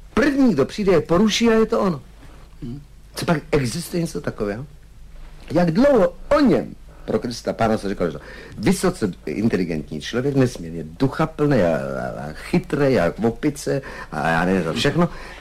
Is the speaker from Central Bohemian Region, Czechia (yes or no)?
yes; Smečno, Central Bohemian Region, Czechia; Já jsem prostý chlapec ze Smeče, který se vyšvihl.